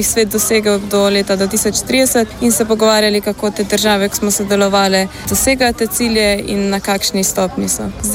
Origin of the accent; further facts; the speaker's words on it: Postojna, Littoral–Inner Carniola, Slovenia; in prihajam z Postojne iz Slovenije.